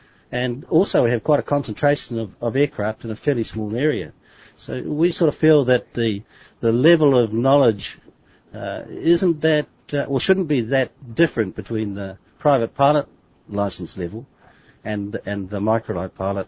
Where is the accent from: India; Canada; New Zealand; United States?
New Zealand; in my home country of New Zealand